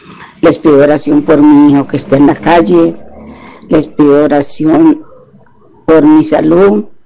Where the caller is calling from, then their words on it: Colombia; por nuestra patria, por nuestra Colombia.